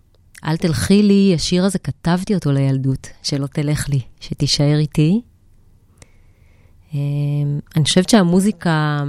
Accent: Ma'alot-Tarshiha, Northern District, Israel; אני גדלתי במעלות

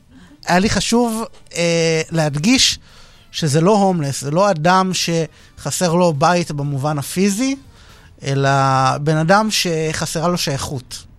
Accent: Rishon LeZion, Central District, Israel; now in Holon, Israel; אני מחולון, במקור מראשון.

